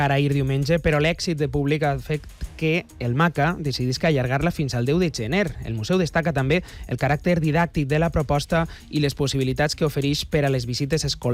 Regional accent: Sant Joan d'Alacant, Valencian Community, Spain; Tenim, per exemple, en el meu poble, 14 de setembre, és el dia gran de Sant Joan d'Alacant.

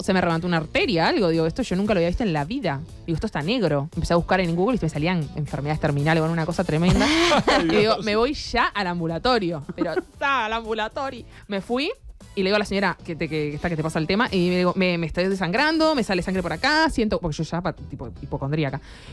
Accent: Uruguay; Jo soy de Uruguay, primero que nada.

